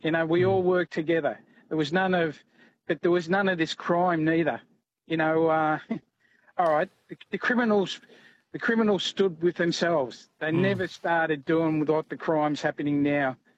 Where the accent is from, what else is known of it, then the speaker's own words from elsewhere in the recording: Taylors Lakes, Victoria, Australia; But, I grew up in Taylor's Lakes, East Keeler.